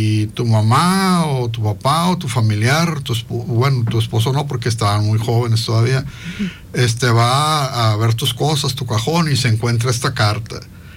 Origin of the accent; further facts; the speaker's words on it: Hermosillo, Sonora, Mexico; born there; Yo nací en Hermosillo, Sonora. Y nací en Hermosillo, Sonora. Mi mamá es de Hermosillo, Sonora.